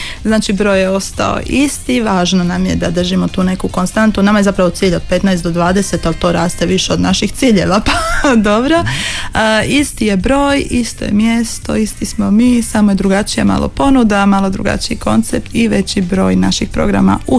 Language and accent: Croatian; Split, Split-Dalmatia County, Croatia